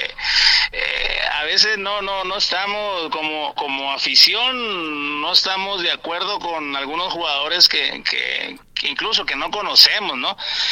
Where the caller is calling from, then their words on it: Nayarit, Mexico; Somos nayaritas, somos coras, pero ante todo somos mexicanos